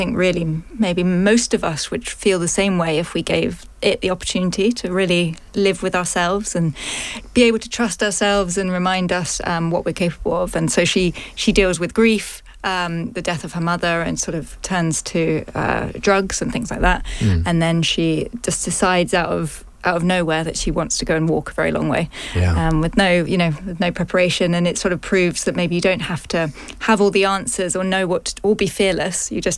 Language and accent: English; Suffolk, East of England, United Kingdom; I grew up in Suffolk, which doesn't exactly have mountains, but it has a lot of countryside